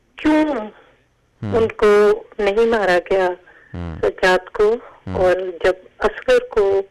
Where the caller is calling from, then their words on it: Canada